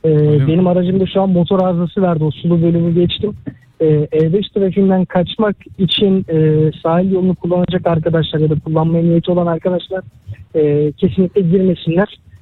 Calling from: Istanbul, Turkey; İstanbul Avcılar'dan arıyorum.

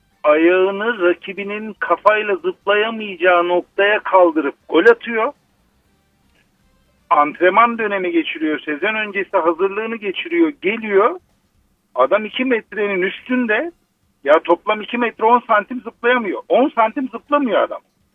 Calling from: Istanbul, Turkey; İstanbul'dan arıyorum.

